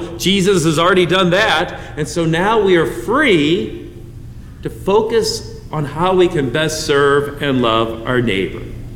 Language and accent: English; United States; I might be free to be selfish as an American, but I am not free to be selfish as a Christian.